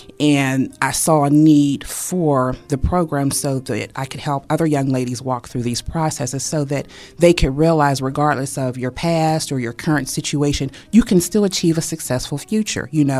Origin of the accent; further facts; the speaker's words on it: Pittsburgh, Pennsylvania, United States; I am from Pittsburgh. I originally grew up in the Homewood area, I'm 42 years old.